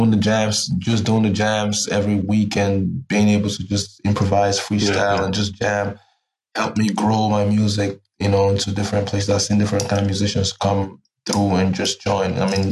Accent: Lagos, Nigeria; now in Berlin, Germany; Orile is a neighborhood that I grew up in Lagos. The furthest, when I go back my memory, that was like the my furthest childhood memory was when I lived in the ghetto, Orile Igamo.

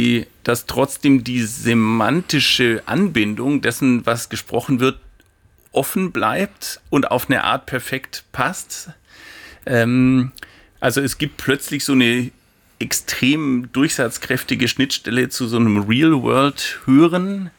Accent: Esslingen, Baden-Württemberg, Germany; Das war in Esslingen, wo ich aufgewachsen bin, am Neckar, alles, konnte man alles ganz gut bekommen und das ist durchaus auch prägend natürlich gewesen und geblieben.

